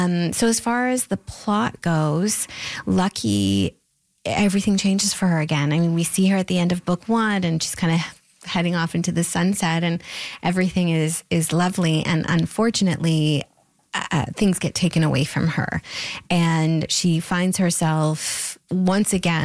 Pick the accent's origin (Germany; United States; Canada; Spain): Canada; And stop being so Canadian about it, right? We can be proud and I think it's happening.